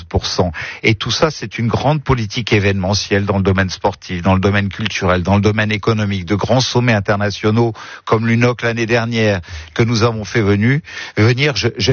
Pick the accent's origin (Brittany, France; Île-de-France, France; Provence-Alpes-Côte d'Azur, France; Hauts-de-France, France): Provence-Alpes-Côte d'Azur, France; Nice; Vous ne me dites pas au revoir en tant que niçois.